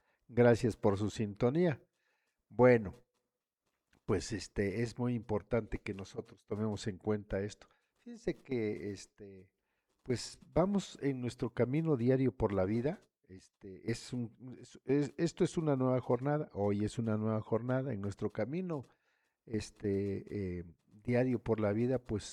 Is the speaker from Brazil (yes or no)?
no; Oaxaca, Mexico; todos somos paisanos aquí en la región, todos somos paisanos, nada de que yo soy de Yucuita y que el otro es de Chachuapan, todos vivimos en la misma región